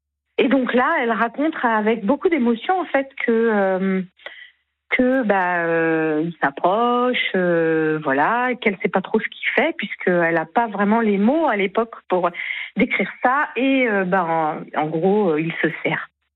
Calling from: Le Mans, Pays de la Loire, France; j'habite au Mans, donc voilà, on est aux alentours du Mans.

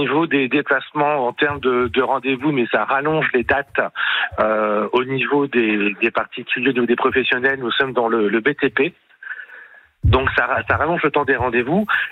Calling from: Boulogne-Billancourt, Île-de-France, France; Alors, je suis pas très loin, je suis à côté de vous, à Boulogne-Billancourt exactement.

